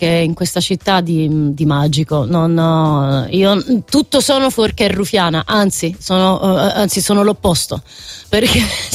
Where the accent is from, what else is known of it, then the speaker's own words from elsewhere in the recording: Southern Italy, Italy; io sono terrona